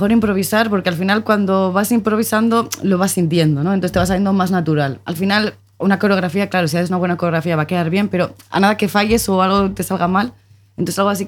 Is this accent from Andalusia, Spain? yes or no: no; Bilbao, Basque Country, Spain